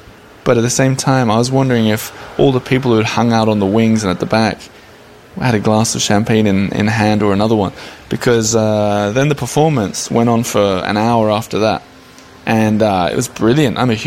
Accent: Australia; similar to how I was felt a bit sort of out of place as an Australian there

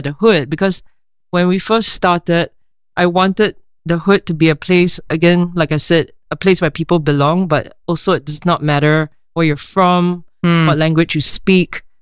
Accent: Singapore; now in Paris, France

